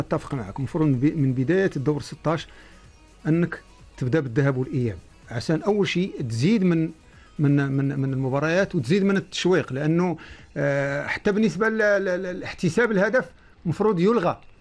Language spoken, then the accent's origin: Arabic; Oman; معنا في عمان.